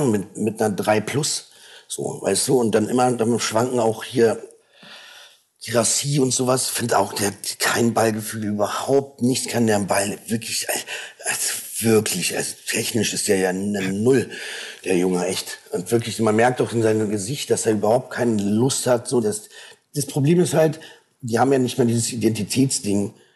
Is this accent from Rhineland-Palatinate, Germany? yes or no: no; Berlin, Germany; natürlich als Berliner hörst du die dann manchmal schon dann an, von den Berliner Jungs